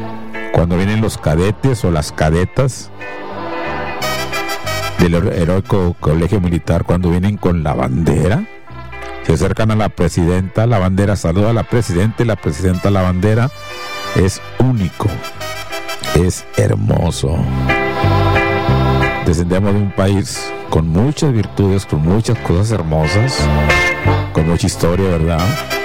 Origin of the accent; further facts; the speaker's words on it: Mexico; como mexicano que soy